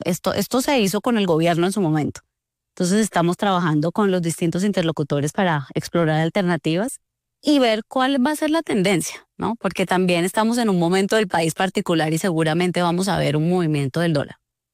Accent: Bucaramanga, Santander, Colombia; moved away

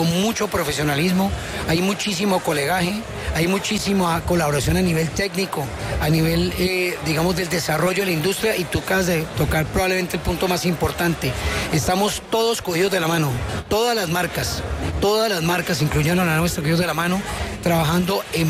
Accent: Cali, Valle del Cauca, Colombia; now in Medellín, Colombia; papá inglés y de mamá bayuna, entonces soy británico y colombiano, pero no se equivoque. Soy más caleño que el pan de bono, pero más caleño, le garantizo que no lo va a encontrar. Recontra caleño colombiano, y aquí estoy, como te digo, contento ahora en Medellín

